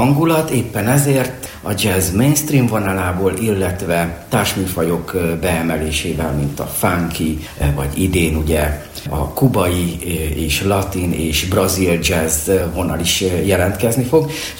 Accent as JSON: {"language": "Hungarian", "town": "Debrecen", "region": "Hajdú-Bihar", "country": "Hungary", "tie": "born there", "said": "itt nőttem fel a Boris Jazz napokon"}